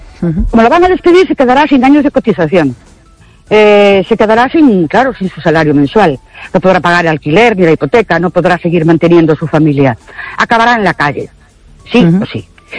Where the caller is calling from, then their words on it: Ourense, Galicia, Spain; Buenas noches … de Orense.